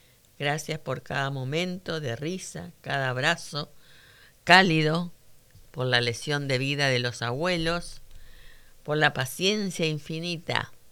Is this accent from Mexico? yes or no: no; Argentina; lo que somos los argentinos.